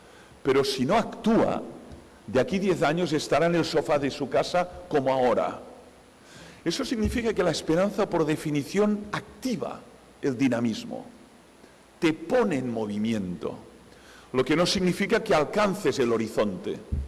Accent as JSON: {"language": "Spanish", "town": "Barcelona", "region": "Catalonia", "country": "Spain", "tie": "born or raised there", "said": "en Barcelona, mi ciudad natal"}